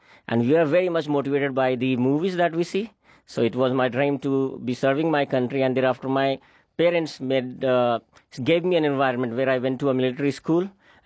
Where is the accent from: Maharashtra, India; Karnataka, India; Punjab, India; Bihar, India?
Bihar, India; also born or lived in Dehradun; I grew up in a place called Bihar in India, as did my schooling from a hill station called Dehradun in our country.